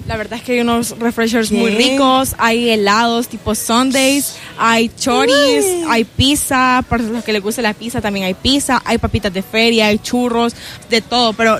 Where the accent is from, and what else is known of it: El Salvador